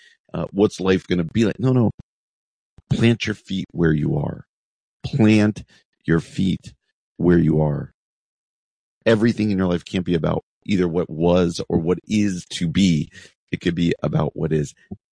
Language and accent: English; New Jersey, United States; moved away as an adult; I love this story from my home state of New Jersey. I grew up in New Jersey. I've been a Midwesterner for a long time. I basically moved out here in 1995 to go to Wheaton College